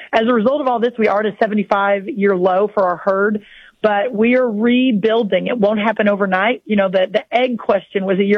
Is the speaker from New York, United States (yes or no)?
no; Texas, United States; And then, Scott, the other piece, and I'm from Texas, so for your southern listeners